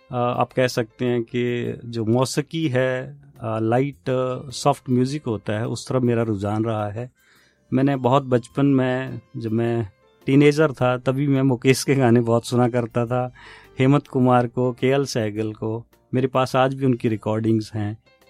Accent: Hamirpur district, Himachal Pradesh, India; moved away as an adult; now in Ambala, India; मैं मूलतः हिमाचल प्रदेश में जिला हमीरपुर में एक छोटा सा गांव है जोड़ियम नेरी करके, और वहाँ पे मेरा जन्म हुआ है। और मेरी बेसिक एजुकेशन मैट्रिक तक वहीं मेरे गांव के ही स्कूल में हुई थी, गवर्नमेंट स्कूल में।

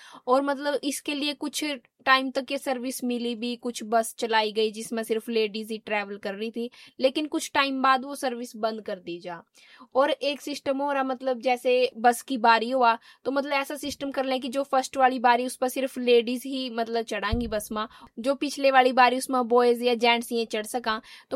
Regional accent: Fatehpur, Haryana, India; और हम फतेहपुर गांव में रहा, और जो मेरी स्टडी है वो मैंने प्लस टू नगला स्कूल, जो मेरे गांव के थोड़ी दूर था, वहां से करी।

